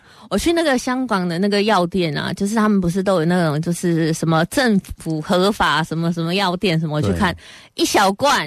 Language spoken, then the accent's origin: Chinese; Taiwan; 其实呢不是只有我们台湾人在吃